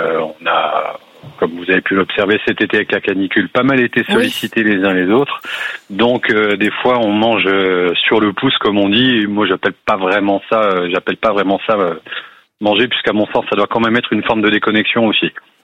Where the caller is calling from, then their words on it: Bourgogne-Franche-Comté, France; Alors je vous appelle de Besançon, mais j'habite à côté de Dijon.